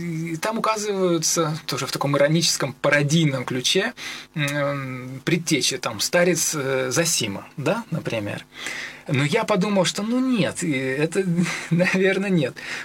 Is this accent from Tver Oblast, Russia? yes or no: no; Saint Petersburg, Russia; Хотя с митьковской культурой я, как петербуржец, я знаком.